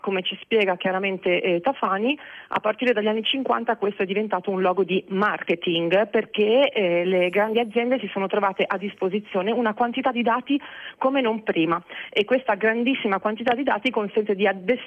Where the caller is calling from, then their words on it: Montemarcello, Liguria, Italy; chiamo da un paesino vicino a Sarzana, Monte Marcello